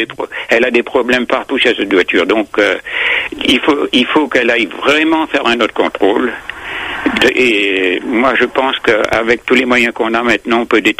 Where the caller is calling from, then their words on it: Bourgogne-Franche-Comté, France; Eh bien, près de Mâcon.